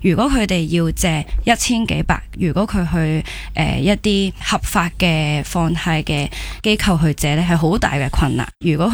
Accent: Hong Kong

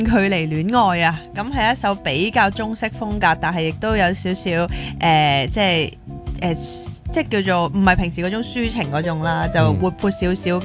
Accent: Hong Kong; 酒楼呢样嘢系一个即系我哋香港人唔同世代都好都会做嘅嘢噶嘛，

